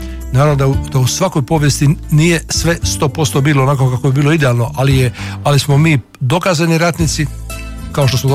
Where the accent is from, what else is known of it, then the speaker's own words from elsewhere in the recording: Split, Split-Dalmatia County, Croatia; dok sam odrastao u Splitu